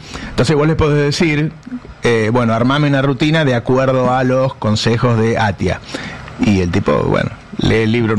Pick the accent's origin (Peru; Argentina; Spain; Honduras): Spain; Yo soy gallego, ¿sabes?